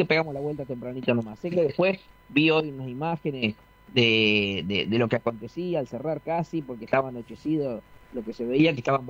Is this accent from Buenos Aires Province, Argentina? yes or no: yes; Santa Teresita, Buenos Aires Province, Argentina; la plaza de mi pueblo, Santa Teresita